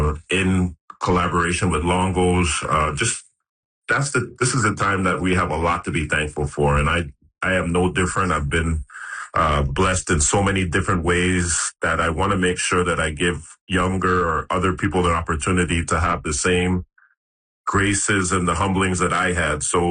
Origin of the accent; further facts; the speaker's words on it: Toronto, Ontario, Canada; for somebody that's born and raised in Toronto